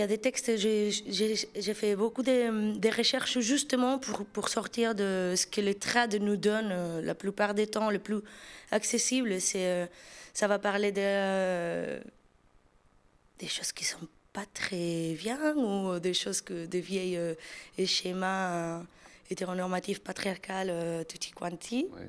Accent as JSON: {"language": "French", "town": "Seville", "region": "Andalusia", "country": "Spain", "tie": "born there", "also_born_or_lived": "Granada", "second_language": "French", "moved": "yes", "said": "Je suis née à Séville, toute ma famille est là-bas. Je fais mes études à Grenade."}